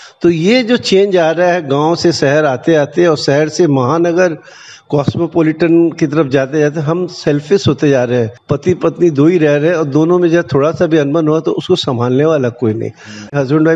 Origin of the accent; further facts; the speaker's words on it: Kolkata, West Bengal, India; मैं तो पैदा हुआ पला बड़ा कलकत्ता में, लेकिन मूल मेरा बिहार है।